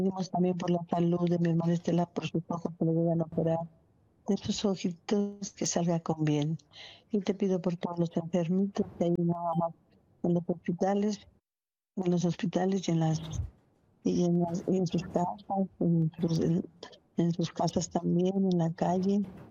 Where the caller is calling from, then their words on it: Monterrey, Nuevo León, Mexico; Monterrey, Nuevo León.